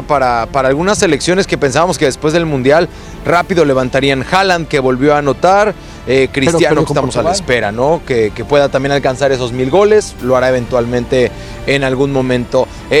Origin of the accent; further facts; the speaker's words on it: Mexico; Claro que estamos también ante la ilusión como mexicanos